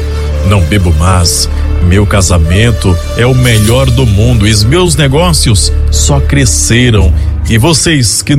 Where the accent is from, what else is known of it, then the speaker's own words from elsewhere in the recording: Sete Lagoas, Minas Gerais, Brazil; sou da cidade de Sete Lagoas, aqui em Minas Gerais.